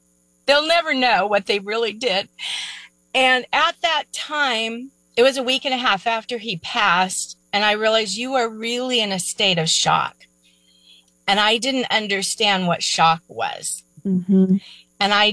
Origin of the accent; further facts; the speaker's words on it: California, United States; now in Arkansas, United States; because I'm from California, but I live in Arkansas, so it's a long distance for family and friends to travel.